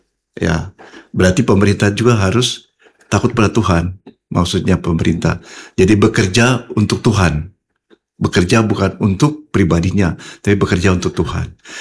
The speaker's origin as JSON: {"language": "Indonesian", "town": "Sorong", "region": "Southwest Papua", "country": "Indonesia", "tie": "born or raised there", "said": "saya ya, emang orang Sorong juga lahir di Sorong."}